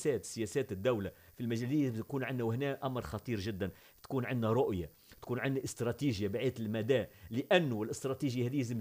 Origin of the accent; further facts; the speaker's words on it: Algeria; والواحات ليست حكر لتونس، راهي عندنا في الجزائر